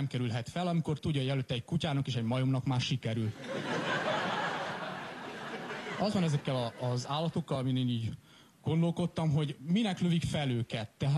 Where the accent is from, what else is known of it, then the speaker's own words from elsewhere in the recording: Cluj-Napoca, Cluj County, Romania; mert én Kolozsvári vagyok, hát Romániában így el vagyunk maradva az űrkutatással.